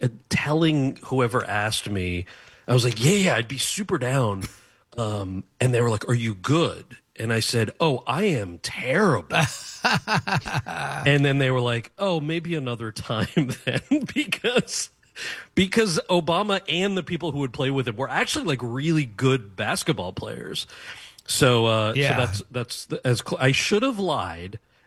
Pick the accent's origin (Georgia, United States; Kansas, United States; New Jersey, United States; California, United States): New Jersey, United States; I'm from New Jersey.